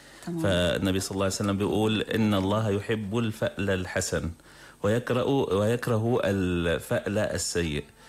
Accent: Damascus, Damascus Governorate, Syria; وحتى عندنا في دمشق

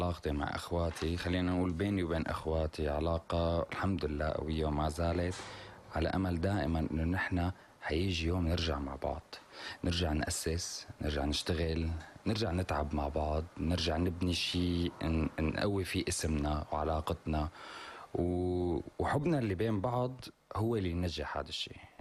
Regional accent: Syria; إمتى بدي حاول بلش بمشروع بقلب بلدي؟ يمكن لبعدين ما يصح لي أني أنا ابن البلد ساوي.

